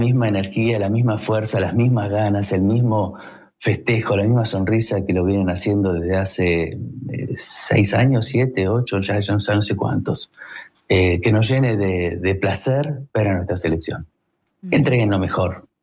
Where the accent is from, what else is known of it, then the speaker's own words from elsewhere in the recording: Argentina; Esos somos los argentinos.